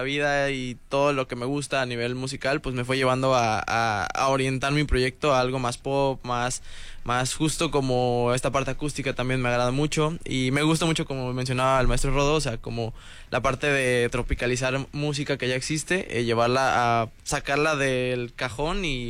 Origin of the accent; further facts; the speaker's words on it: Acapulco, Guerrero, Mexico; Ok, yo sí soy de Acapulco, soy originario de Acapulco.